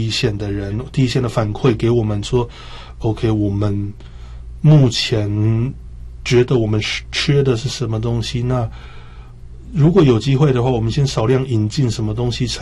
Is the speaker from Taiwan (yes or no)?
yes; Taichung, Taiwan; 因为我台中人，然后921那个我是亲身在那边摇